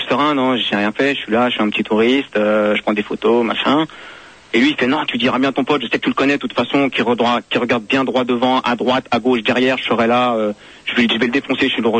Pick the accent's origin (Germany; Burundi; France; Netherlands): France; c'est aux États-Unis, je suis français, il est français